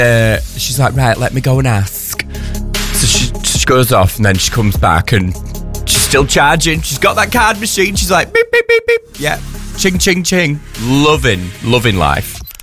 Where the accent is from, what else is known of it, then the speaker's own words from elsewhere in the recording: Yorkshire and the Humber, United Kingdom; And I'm from Yorkshire.